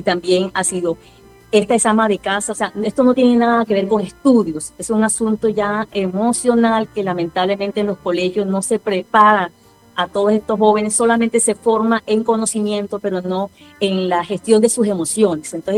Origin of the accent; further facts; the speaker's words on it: Caribbean Region, Colombia; born there; now in Barranquilla, Colombia; yo no soy barranquillera, yo nací en la Sabana del Caribe, pero esta es mi segunda patria, soy hija adoptiva de Barranquilla